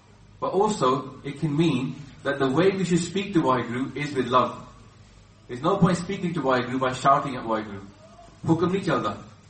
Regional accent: Punjab, India; And our Punjabis nowadays, they just go to the shop and buy dain. But I remember when I grew up in India, everybody used to make dain in their own house.

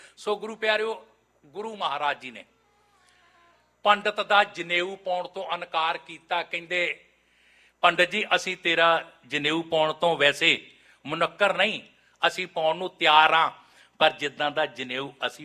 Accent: Punjab, India; ਇਸ ਤੋਂ ਅੱਗੇ ਸੁਲਤਾਨਪੁਰ ਦੁਆਬੇ ਦੀ ਧਰਤੀ ਦੇ ਉੱਤੇ, ਮੇਰਾ ਪਿੰਡ ਉੱਥੋਂ ਬਿਲਕੁਲ ਨਜ਼ਦੀਕ ਹੈ।

